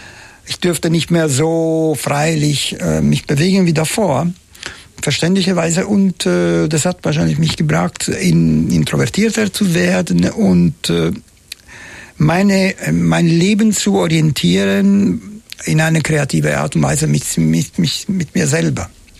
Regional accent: Palermo, Sicily, Italy; German is a second language; moved away; Guarda, Ende der 60er Jahre, ich lebte in Palermo, meine Heimatstadt, und die war natürlich noch nicht so. Wir haben ein bisschen am Rand der Stadt gelebt

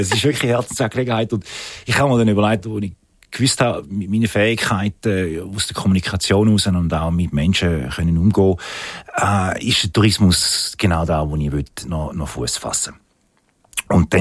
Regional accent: Appenzell Ausserrhoden, Switzerland; born there

